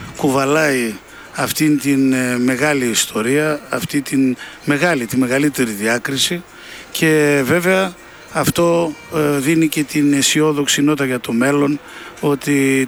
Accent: Thessaloniki, Central Macedonia, Greece; born or raised there

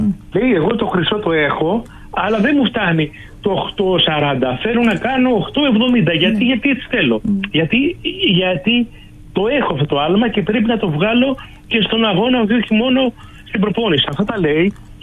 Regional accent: Greece; δεν το λέμε εμείς έτσι ως Έλληνες.

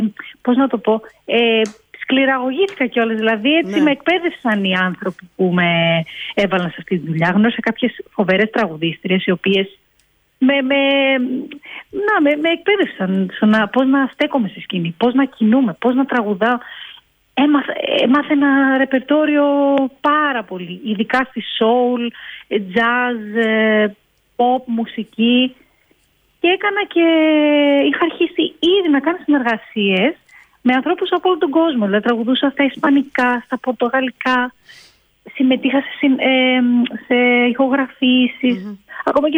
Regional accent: Crete, Greece; Γιατί επειδή μεγάλωσα και στην Κρήτη δεν έτυχε ναι. να το δω κάπου

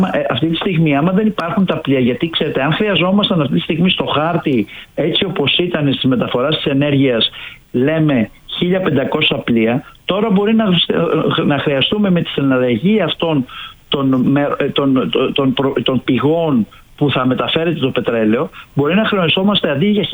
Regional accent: Greece; εμείς έχουμε ένα σκοπό ως Έλληνες.

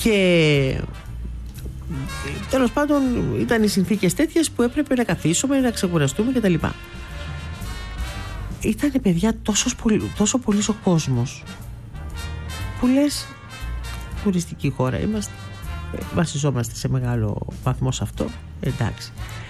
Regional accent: Greece; εμείς που είμαστε Έλληνες

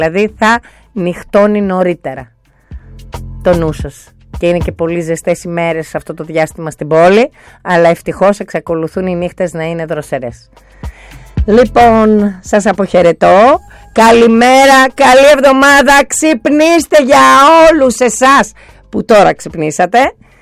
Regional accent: Greece; ως Έλληνες οδηγοί

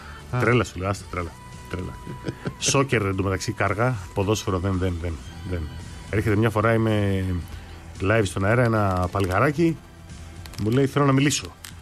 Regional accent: Greece; Να σου πω κάτι άλλο από Νέα Υόρκη που ρωτούσαν όλοι από που είσαι και τα λοιπά και έλεγα Γκρίς.

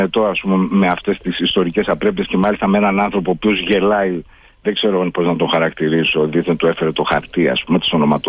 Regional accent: Greece; εμείς είμαστε Έλληνες

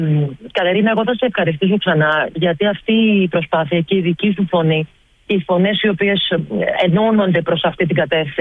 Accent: Piraeus, Attica, Greece; born there; also born or lived in Feres, Evros; γεννήθηκα στον Πειραιά.

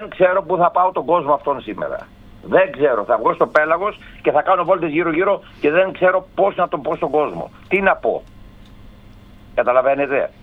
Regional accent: Skiathos, Thessaly, Greece; Είμαι από τη Σκιάθο, δεν είμαι από τη Σκόπελο.

